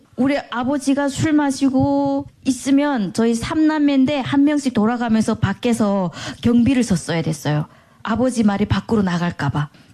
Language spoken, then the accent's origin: Korean; Bukcheong, South Hamgyong, North Korea; 저의 고향은 함경남도 북청입니다. 북청이라고 하면은 북청 물장수, 북청 사자놀이로 아시잖아요.